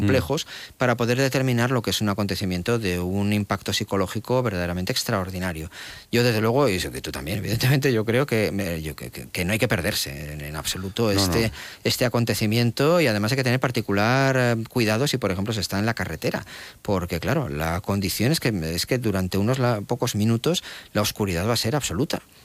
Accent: Castile and León, Spain; los que somos de León lo sabemos

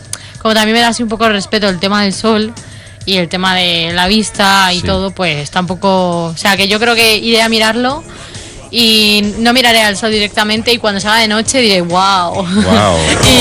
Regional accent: Cambados, Galicia, Spain; moved away; en mi pueblo, mi madre y mi padre van a ir a la Torre de San Sadurniño, allí en Cambados

